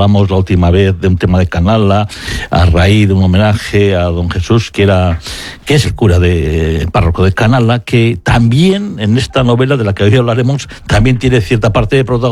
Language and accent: Spanish; Basque Country, Spain; nosotros que somos ahí de Urdaibai